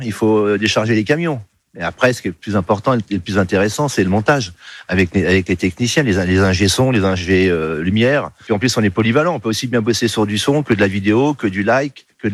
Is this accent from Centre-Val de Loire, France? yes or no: yes; Orléans, Centre-Val de Loire, France; puisque je suis d'Orléans.